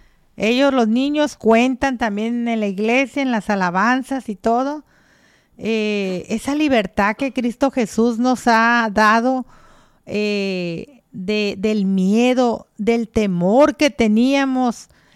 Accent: Culiacán, Sinaloa, Mexico; es bonito Culiacán, la gente es amable aquí, somos serviciales

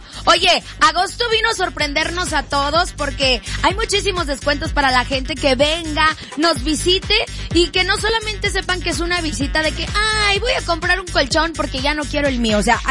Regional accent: Colombia; now in Guadalajara, Mexico

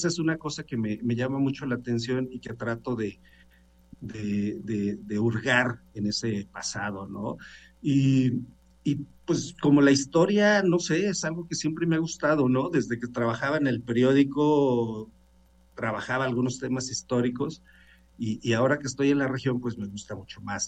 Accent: Jalisco, Mexico; el norte de Jalisco es muy diferente al resto del estado de Jalisco, ¿no? Nosotros somos el inicio de la zona chichimeca

